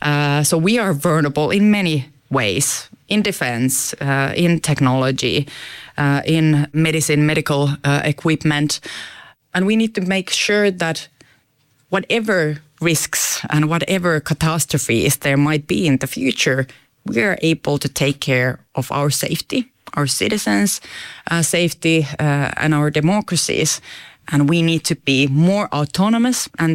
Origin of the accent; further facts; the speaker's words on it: Finland; English is a second language; Well, I was born in Finland, 1985, and my mother raised me by herself.